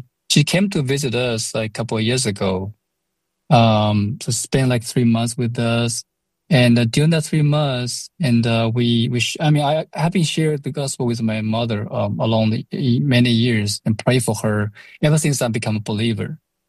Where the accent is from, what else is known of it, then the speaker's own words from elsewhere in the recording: China; Actually, I grew up in China, a small village in middle part of China. And from in a big family with six kids, so I was the youngest one.